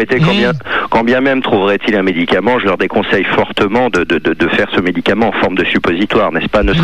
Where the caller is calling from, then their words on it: Pithiviers, Centre-Val de Loire, France; Moi j'appelle de Pithiviers